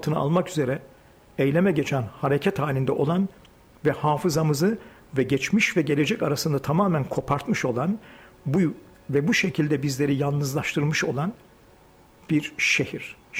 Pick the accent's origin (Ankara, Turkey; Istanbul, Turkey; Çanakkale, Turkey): Ankara, Turkey; moved away as an adult; hemen hemen 20-25 yıla yakın uzak kaldım. Ama burası benim çocukluk şehrim. Mahallem Varlık Mahallesi Yeni Mahalle tarafında, çocukluk ve gençlik Cebeci, Dikimevi ve bu çevrelerde geçti.